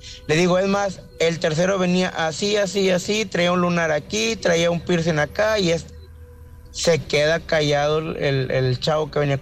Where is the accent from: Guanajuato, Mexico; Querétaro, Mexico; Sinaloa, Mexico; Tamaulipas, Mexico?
Querétaro, Mexico; pues somos estudiantes, venimos de intercambio, acá mi compañero viene de Puebla, yo soy de Querétaro, él estudia en el TEC